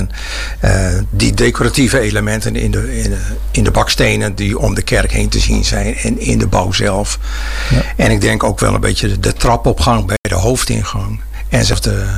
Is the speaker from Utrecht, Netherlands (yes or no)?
no; Harlingen, Friesland, Netherlands; born or raised there